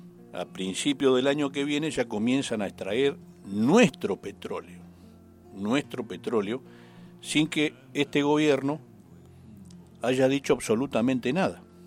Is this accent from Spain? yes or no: no; Argentina; Como argentino me causa vergüenza.